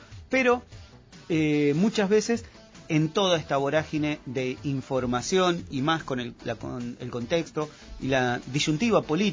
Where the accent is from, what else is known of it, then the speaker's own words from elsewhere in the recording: La Plata, Buenos Aires Province, Argentina; now in Patagonia, Argentina; yo soy de La Plata